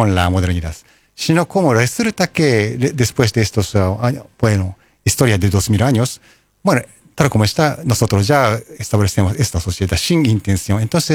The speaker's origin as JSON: {"language": "Spanish", "country": "Japan", "said": "yo soy japonés."}